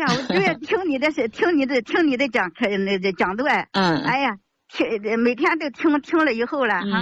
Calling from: Weifang, Shandong, China; 我是潍坊的。

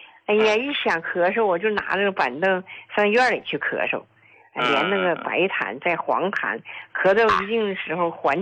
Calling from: Yingkou, Liaoning, China; 我是来自辽宁，就是营口的患者。

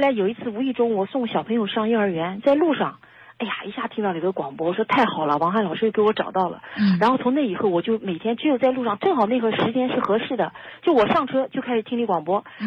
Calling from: Nanjing, Jiangsu, China; 我是南京的一名听众。我今年是47岁，

